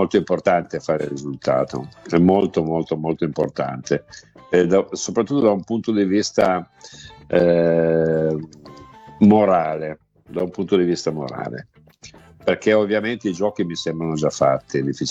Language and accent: Italian; Piedmont, Italy; Ma sai, io sono piemontese e come tu sai, Paolo, in Piemonte ci sono tantissimi tifosi del Toro